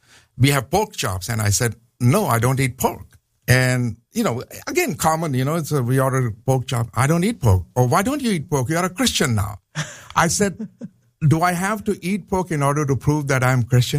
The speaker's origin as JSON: {"language": "English", "country": "Pakistan", "tie": "born or raised there", "also_born_or_lived": "South Korea", "moved": "as an adult", "said": "I was born and raised in Pakistan, and we don't have pork, right?"}